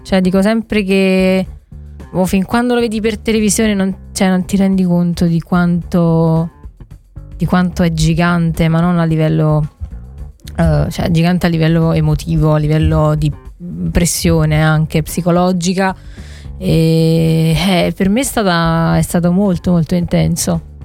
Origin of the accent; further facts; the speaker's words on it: Caserta, Campania, Italy; moved away as an adult; also born or lived in Rome; now in Milan, Italy; io sono di Caserta.